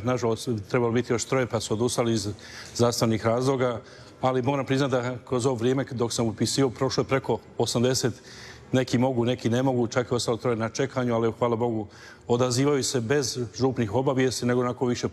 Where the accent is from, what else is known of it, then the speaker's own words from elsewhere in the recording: Brčko District, Bosnia & Herzegovina; now in Zagreb, Croatia; Salezijanac, rodom iz Bosanske Posavine, bolje reći župa Zovi kod Brčkoga. Na službi sam u Zagrebu, u Rudešu, župa Rudeš, Sveta Ana.